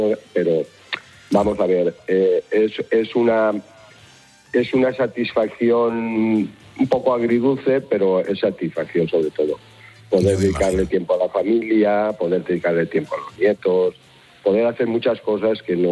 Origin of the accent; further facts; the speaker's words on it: Gandia, Valencian Community, Spain; yo soy de Gandía. Aquí en Gandía, toda la gente de la época aquella, todos los amigos míos